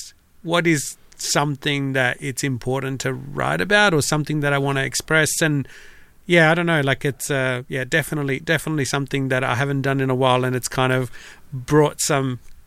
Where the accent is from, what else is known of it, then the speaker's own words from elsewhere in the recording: Italy; now in Australia; I came from Italy, then I came to Australia. We can talk more about that later.